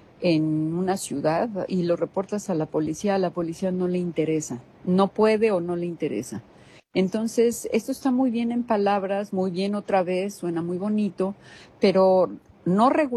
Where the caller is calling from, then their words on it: Baja California Sur, Mexico; de Baja California